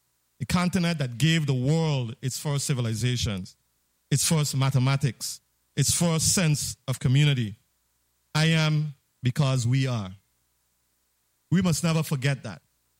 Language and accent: English; U.S. Virgin Islands; we here in the Virgin Islands